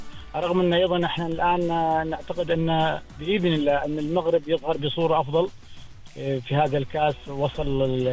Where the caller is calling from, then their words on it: Oman; احنا كعمانيين